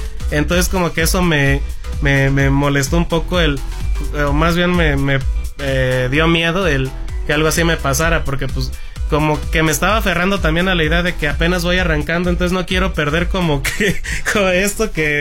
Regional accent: Michoacán, Mexico; moved away as an adult; now in Mexico City, Mexico; llegué a la ciudad, soy de Michoacán, primero que nada. Arriba Michoacán.

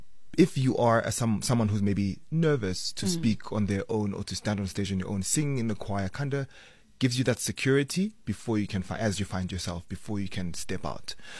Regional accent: South Africa; But as a South African people, as a nation, we love singing.

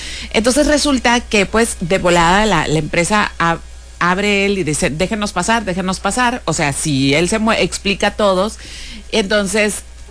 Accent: Mexicali, Baja California, Mexico; nosotros que somos de Mexicali romantizamos mucho las nevadas, ¿no?

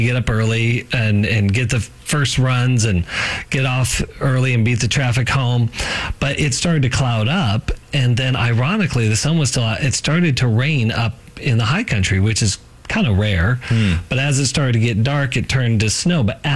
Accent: Colorado, United States; So I grew up in Colorado, and I'm just going to tell you briefly a day in Colorado, spring.

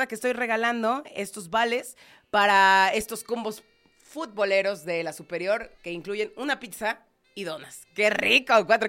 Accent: Mexico; En México somos, ahora sí que, híjole, buenos para la cocina, buenos para festejar, buenos para organizar y muy, muy hospitalarios.

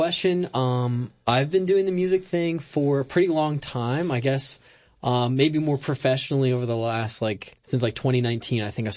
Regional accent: Pittsburgh, Pennsylvania, United States; now in Philadelphia, United States; I kind of got, like, thrown into that just growing up in Pittsburgh and being around that old-time Appalachian, like, music scene.

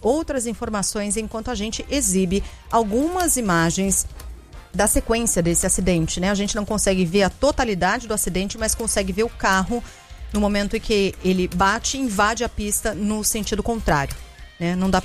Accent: São Paulo, Brazil; Eu sou muito paulistana pra isso.

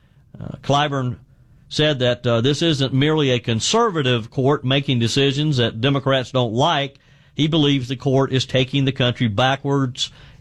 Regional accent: South Carolina, United States; born there; my home state of South Carolina

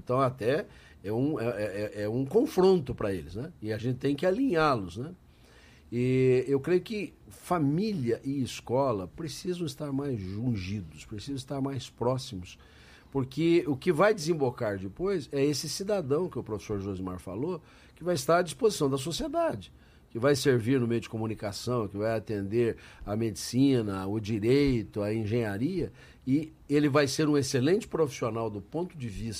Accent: Curitiba, Paraná, Brazil; fui proferir um sermão no aniversário de uma igreja lá na minha cidade, em Curitiba

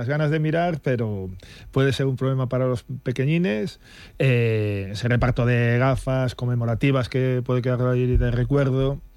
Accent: Galicia, Spain; moved away; yo soy gallego, entonces allí estamos acostumbrados al verde.

